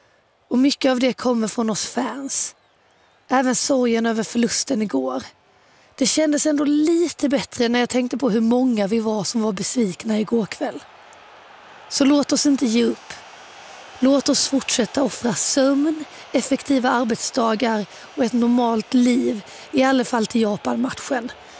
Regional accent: Sweden; Det var också sjukt tillfredsställande som svensk att se mot Frankrike.

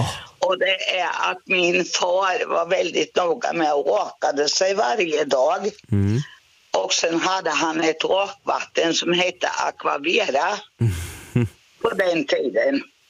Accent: Östergötland, Sweden; Jag är från Tåkern, okay. Omberg.

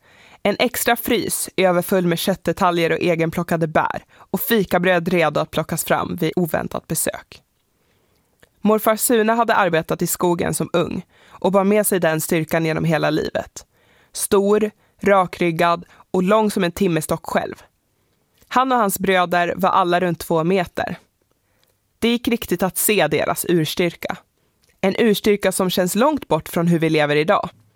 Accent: Lapland, Sweden; born there; Jag är född i södra Lappland.

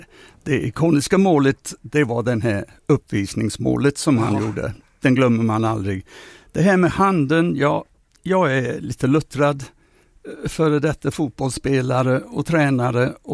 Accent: England, United Kingdom; Alltså den matchen som engelsman minns man

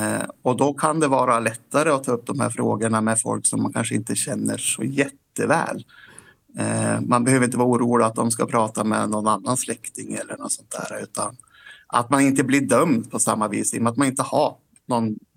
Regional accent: Bjärme, Sweden; Jag sitter på skolan i Myrvika för tillfället, men jag är från Bjärme.

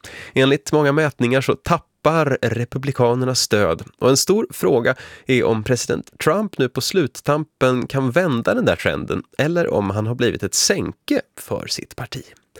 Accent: Malmö, Skåne, Sweden; i min hemstad Malmö

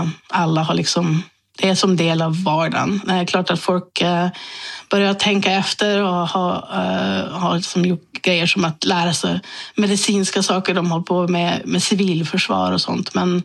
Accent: Sweden; moved away; Nej, vi åker hem till Sverige.

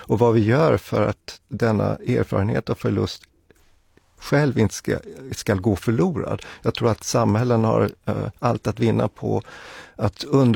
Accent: Sweden; born there; Ja, min far är grek, jag är född i Sverige, jag har en österrikisk mor.

